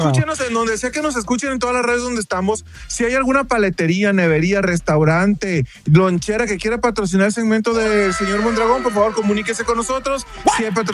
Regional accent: Mexico; now in United States; En esta ocasión nos toca a nosotros los mexicanos, a la música Tex-Mex.

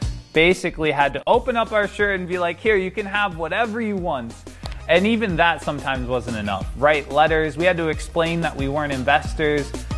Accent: Rootstown, Ohio, United States; also born or lived in Akron, Ohio; I grew up in Ohio in a little suburb called Rootstown. My mom and my dad were there for about 6 years of my life.

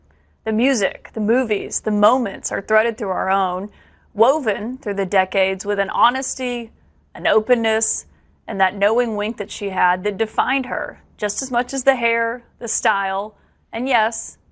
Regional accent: Alabama, United States; I can still remember my family driving from our home in Alabama up to Pigeon Forge

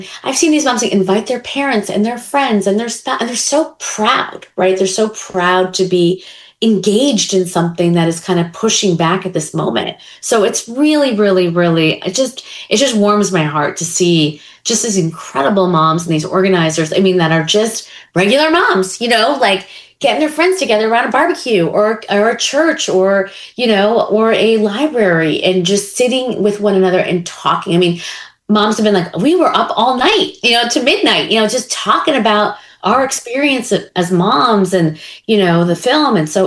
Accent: New York City, New York, United States; I think, look, I'm a New Yorker.

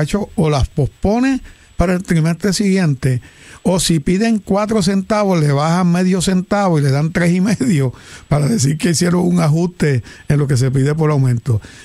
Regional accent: Puerto Rico

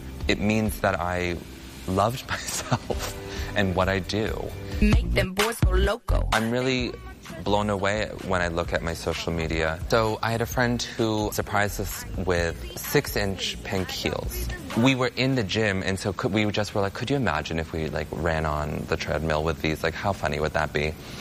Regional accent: New Hampshire, United States; also born or lived in Atlanta, United States; I'm originally from New Hampshire. I was born in Atlanta, Georgia, but I was adopted at 2 weeks old.

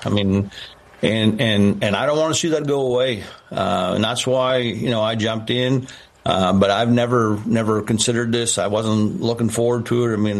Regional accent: Aroostook County, Maine, United States; we're both from Aroostook County.

